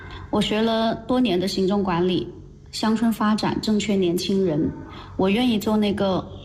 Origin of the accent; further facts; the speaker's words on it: Guangxi, China; moved away as an adult; 我是土生土长的大贤村人，从小就盼着家乡变好